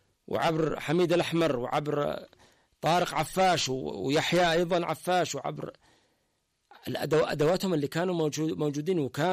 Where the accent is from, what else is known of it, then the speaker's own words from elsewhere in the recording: Yemen; احنا كلنا يمنيين